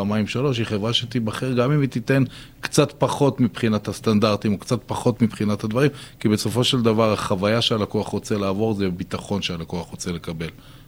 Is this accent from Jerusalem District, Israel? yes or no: no; Mishmeret, Central District, Israel; אני ממושב משמרת שאני רוכב על הסוסים, זה אותם שדות.